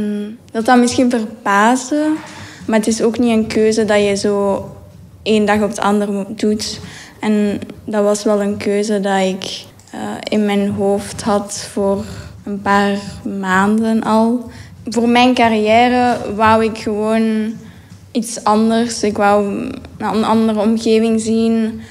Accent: Belgium

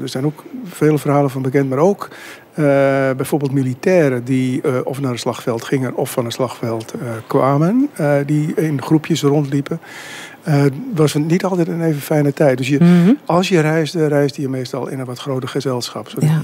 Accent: Culemborg, Gelderland, Netherlands; ik kom uit Culemborg.

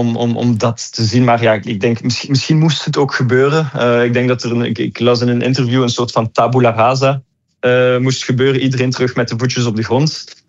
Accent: Belgium; Want wij als Belgen we waren het kleine broertje van Nederland.

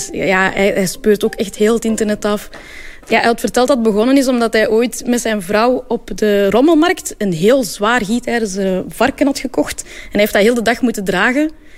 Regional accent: Belgium; Dus ik vind dat wel leuk dat wij als Belgen ook wel zo meegaan in die gekke dingen en dat ook zo soort van normaal vinden.

